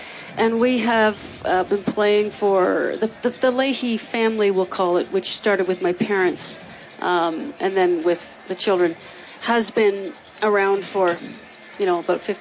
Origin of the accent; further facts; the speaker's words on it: Ontario, Canada; I grew up in Ontario, and my parents, I come from a big family, 11 children, and we all play music.